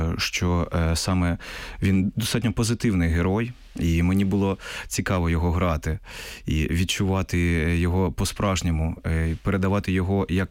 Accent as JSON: {"language": "Ukrainian", "town": "Mariupol", "region": "Donetsk Oblast", "country": "Ukraine", "moved": "yes", "lives_now": "Kyiv, Ukraine", "said": "я сам з Маріуполя і мої батьки з Маріуполя. І все життя я намагався шукати себе, приїхав до Києва."}